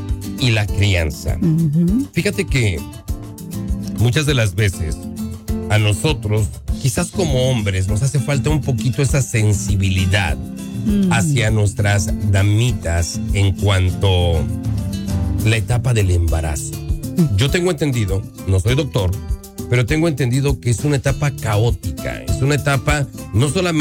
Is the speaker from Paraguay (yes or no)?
no; Mexico; nosotros como mexicanos tenemos ese título de que somos muy machistas.